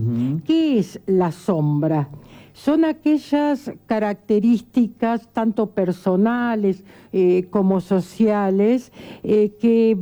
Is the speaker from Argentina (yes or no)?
yes; Argentina